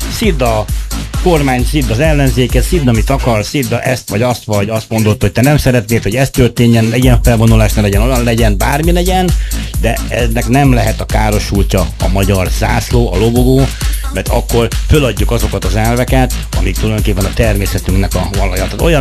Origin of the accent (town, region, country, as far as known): Hungary